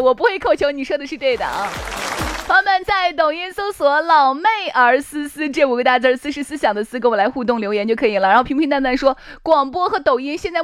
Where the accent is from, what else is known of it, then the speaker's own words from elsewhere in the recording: Shaanxi, China; 我们陕西人